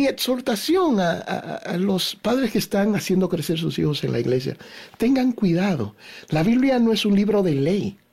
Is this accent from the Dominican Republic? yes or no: yes; Dominican Republic; Y yo soy de una isla, yo soy dominicano.